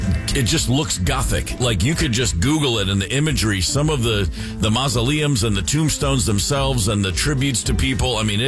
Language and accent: English; Kentucky, United States; There was a cemetery in my hometown of Kentucky, the Pioneer Cemetery, which has tombstones from the 1700s.